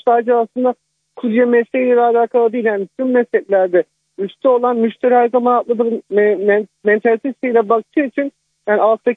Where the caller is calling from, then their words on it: Edirne, Turkey; Edirne'den